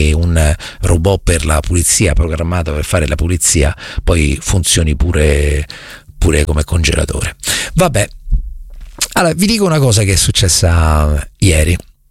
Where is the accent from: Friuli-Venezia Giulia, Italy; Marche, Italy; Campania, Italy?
Marche, Italy; Recanati; accent: Marchigiano dialect, with Roman digressions; moved away; a Recanati nel mio paese